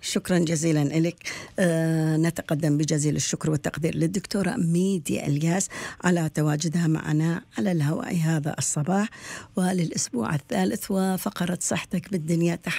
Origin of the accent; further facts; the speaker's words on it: Baghdad, Baghdad Governorate, Iraq; now in Melbourne, Australia; لأن الصيف مثلا عندنا ببغداد، بالبغداد مثلا عندنا كان الصيف 3 أشهر صيف ننام فوق السطح